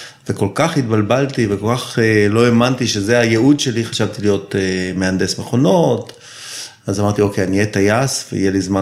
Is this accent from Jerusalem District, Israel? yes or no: no; Tel Aviv, Tel Aviv District, Israel; now in Zikhron Ya'akov, Israel; אני תל אביבי במקור, גר היום בזיכון בן 56, נשוי, אבא לשלוש בנות